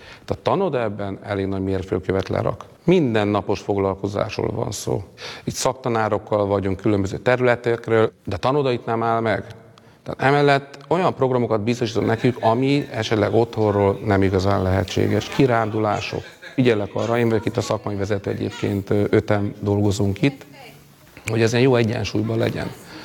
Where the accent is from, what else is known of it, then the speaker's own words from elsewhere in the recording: Hungary; mert az is mondtam, hogy magyar ember vagyok, de mellette cigány emberként, és beás cigány, így mondanám, ez a pontosítása.